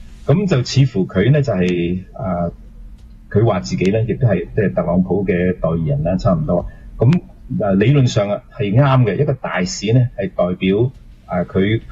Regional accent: Canada

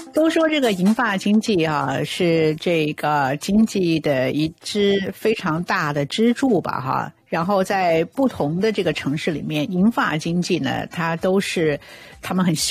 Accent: Chengdu, Sichuan, China; 可能想到我要这个就是作为成都人哈，思乡了。

